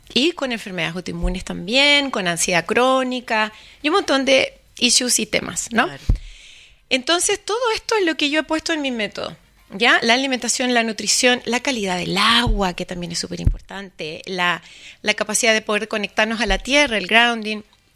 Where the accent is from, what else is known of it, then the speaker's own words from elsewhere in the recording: Chile; la sociedad internalizante que somos los chilenos. Somos para adentro.